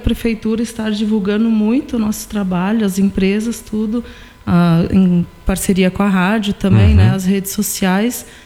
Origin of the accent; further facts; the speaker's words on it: Iporã, Brazil; moved away as an adult; also born or lived in Porto Alegre; eu sou daqui, do interior de Iporã mesmo, mas eu morei por muitos anos em Porto Alegre. Mas agora já faz 3 anos que a gente tem a loja aqui em Iporã